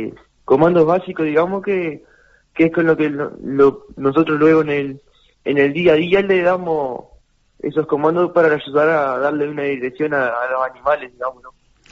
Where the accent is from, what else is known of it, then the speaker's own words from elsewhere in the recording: Durazno, Uruguay; somos 3 uruguayos que vamos a estar representando a Uruguay.